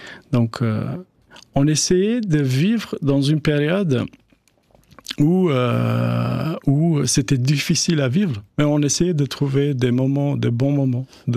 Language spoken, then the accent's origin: French; Kosovo; moved away as an adult; Quand je suis parti du Kosovo, j'avais 18 ans.